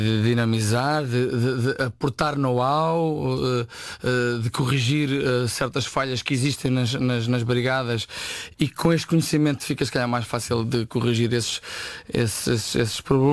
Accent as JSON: {"language": "Portuguese", "town": "Ribamar", "region": "Lisbon", "country": "Portugal", "said": "não sou do Oeste, orgulhosamente sou de Rio Mar, de Lourin"}